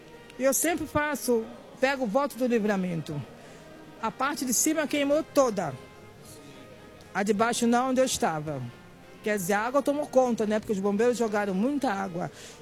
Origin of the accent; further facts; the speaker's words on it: São Paulo, Brazil; Eu sou daqui mesmo, de São Paulo, sou vizinha.